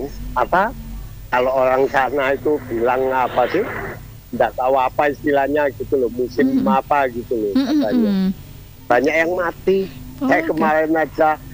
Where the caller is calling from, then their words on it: Nganjuk, East Java, Indonesia; Pulang dari Kulaan ke Sukomoro ini tadi.